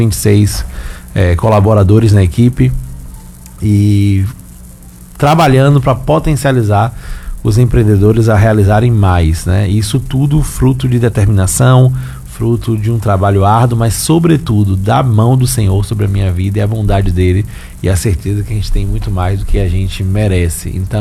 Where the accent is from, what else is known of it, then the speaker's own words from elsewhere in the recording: Santo Antônio de Jesus, Bahia, Brazil; moved away as an adult; now in Salvador, Brazil; lá eu fui criado em Santo Antônio de Jesus